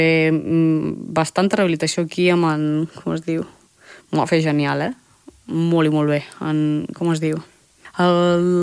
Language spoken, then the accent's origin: Catalan; Palafrugell, Catalonia, Spain; jo sóc de Palafrugell, eh?